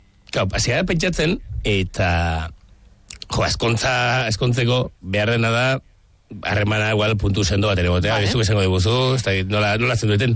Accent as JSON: {"language": "Basque", "town": "Bergara", "region": "Basque Country", "country": "Spain"}